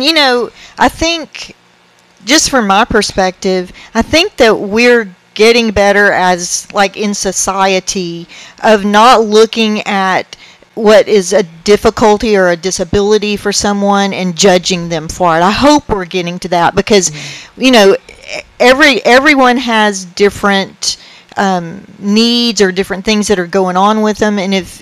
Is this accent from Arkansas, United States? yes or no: no; Texas, United States; we're from Texas